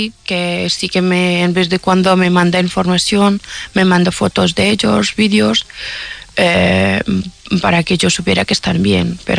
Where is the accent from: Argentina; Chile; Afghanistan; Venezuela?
Afghanistan; moved away as an adult; now in Spain; y de repente con una bandera de mi país, salí de Afganistán, sí, en unos vuelos de evacuación de, por Ministerio de Defensa. Y llegué a España